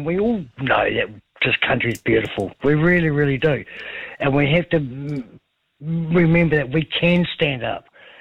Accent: New Zealand; born there; it's our right as being born here as a Kiwi

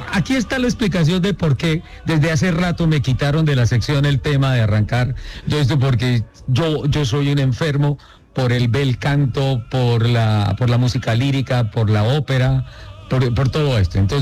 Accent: Colombia; se debe a lo que nosotros como colombianos seamos, la materia prima más importante de este país.

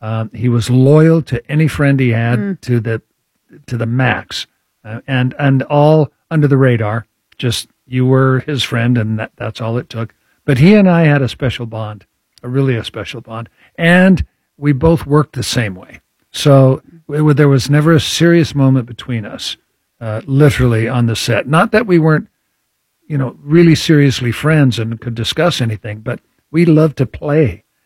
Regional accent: Boulder, Montana, United States; moved away; "That's in my hometown of Boulder, Montana, Gamble's department store." And he said, "How do you know that?" And I said, "Well, I was born and raised there."

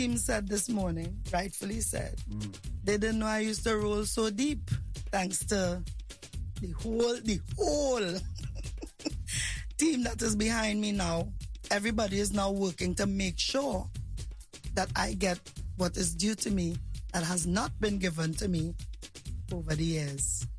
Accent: Carenage, Trinidad & Tobago; born there; I was born in Point Kumana, Carnage.

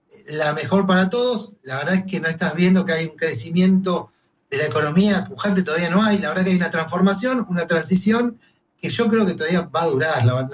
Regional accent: Argentina; los argentinos seguimos siendo argentinos

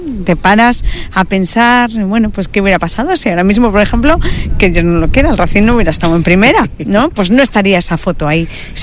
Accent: Spain; como españoles y también como miembros del mundo hemos vivido muchas cosas

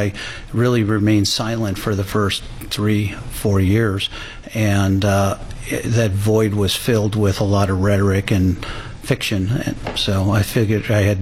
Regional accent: Chicago, Illinois, United States; born there

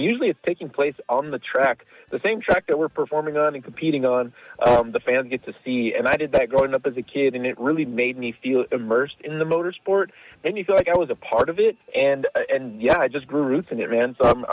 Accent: California, United States; From California.

